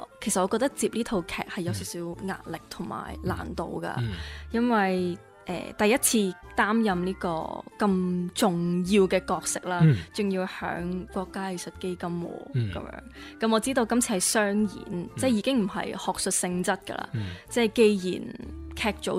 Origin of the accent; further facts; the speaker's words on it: Macau; 我同麦思玉一样都是土生土长的澳门人